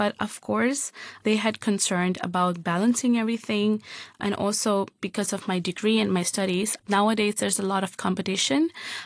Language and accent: English; Hong Kong; I'm the founder of, I was born and raised in Hong Kong as part of the ethnic minority group.